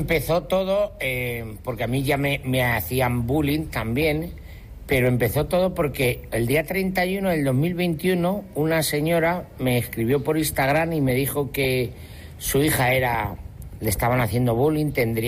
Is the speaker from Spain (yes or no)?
yes; El Bonillo, Castilla-La Mancha, Spain; Claro, nací en el Bonillo, manchego, por eso digo que encima me siento como en casa, en un pueblo de estos, de que la gente es como yo me he criado de toda la vida, son gente de pueblo